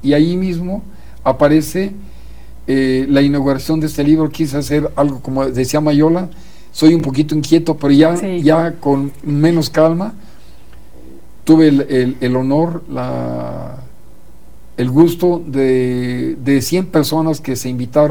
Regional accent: Guanajuato, Mexico; now in Querétaro, Mexico; Sí, pues ya más queretano, adoptado. Soy guanajuato, pero ya realmente Querétaro nos abrió las puertas, su corazón, nos dio trabajo y soy queretano, realmente. Tengo dos ciudadanías, como dicen.

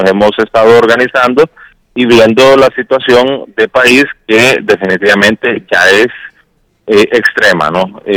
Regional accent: Honduras; somos hondureñas y hondureños que todos los días trabajamos

